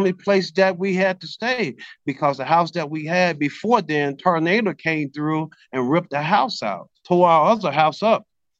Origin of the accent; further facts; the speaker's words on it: Johnstown, Mississippi, United States; To be honest, I'm from Johnstown, Mississippi, a population of 1,000 people. Johnstown is approximately an hour south of Memphis, Tennessee.